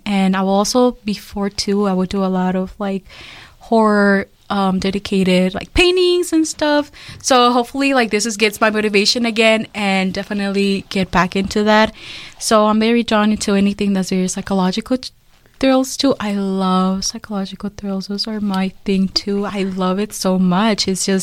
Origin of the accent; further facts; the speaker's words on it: Chicago, Illinois, United States; also born or lived in Mexico; So I was born in Mexico and I was raised in Little Village.